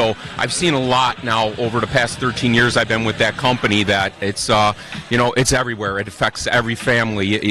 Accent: Buffalo, New York, United States; So we're from Buffalo, New York

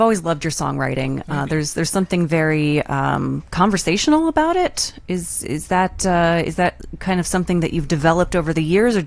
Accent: New England, United States; as a lifelong New Englander.

